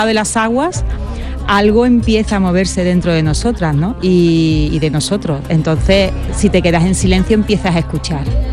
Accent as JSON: {"language": "Spanish", "town": "Seville", "region": "Andalusia", "country": "Spain", "said": "yo soy de Sevilla"}